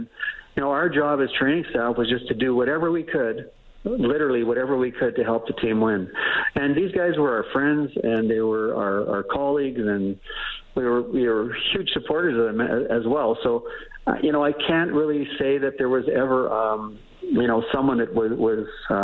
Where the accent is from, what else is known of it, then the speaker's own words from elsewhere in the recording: Banff, Alberta, Canada; I grew up in Alberta in a small town, Banff, Alberta, and I was like, you know, any young kid growing up in the 60s